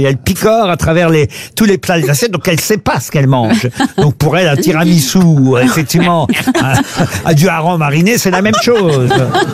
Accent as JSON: {"language": "French", "country": "France", "said": "ce qui est le cas chez nous en France"}